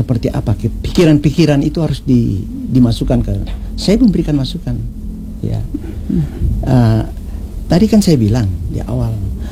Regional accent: Maluku, Indonesia; kita ini orang Maluku

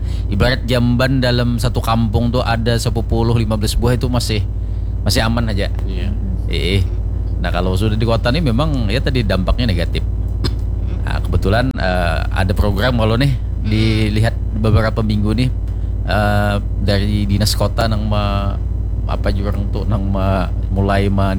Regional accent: Kalimantan, Indonesia; Jadi sesuai dengan falsafah kami orang Kalimantan, di mana tanah dipijak, di sana langit dijunjung.

